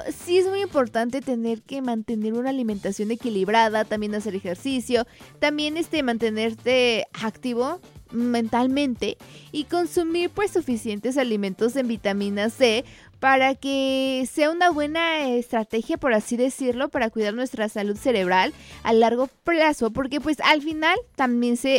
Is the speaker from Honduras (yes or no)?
no; Mexico; como buen mexicano nosotros le ponemos limón absolutamente todo.